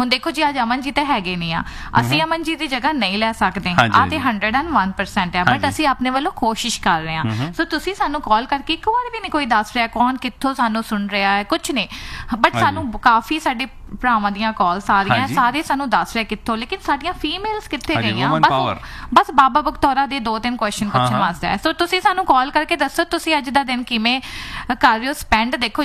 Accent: Amritsar, Punjab, India; ਮੈਂ ਵੀ ਅੰਮ੍ਰਿਤਸਰ ਤੋਂ ਆ। ਪਿਛਲੇ ਹਫਤੇ ਵੀ ਫਲੂਦਾ ਬਹੁਤ ਮਿਸ ਕੀਤਾ ਅੰਮ੍ਰਿਤਸਰ ਦਾ, ਅਸੀਂ ਅਜੇ ਜਾ ਨਹੀਂ ਸਕਦੇ ਅੰਮ੍ਰਿਤਸਰ

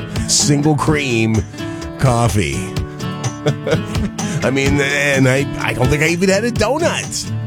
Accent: Canada

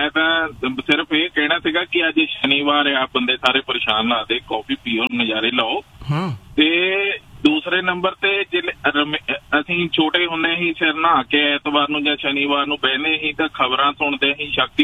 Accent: Hoshiarpur, Punjab, India; ਤੇ ਜਿਲ੍ਹੇ ਅਸੀਂ ਸਵੇਰੇ ਸਵੇਰੇ ਆਵਾਜ਼ ਸੁਣਦੇ ਹੁਸ਼ਿਆਰਪੁਰ ਵਾਲਿਆਂ ਦੀ, ਮੈਂ ਵੀ ਹੁਸ਼ਿਆਰਪੁਰ ਤੋਂ ਹੀ ਹੈ

